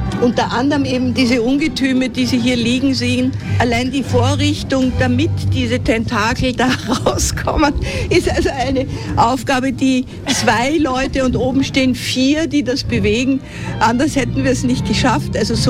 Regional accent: Salzburg, Austria; Ich bin selber eine Salzburgerin, kenne das Theater aus Kindertagen

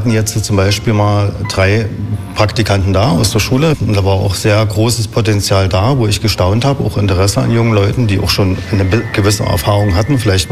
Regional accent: Brandenburg, Germany; Nein, bin kein Finne. Ich bin Brandenburger. und Sachsen zu Hause.

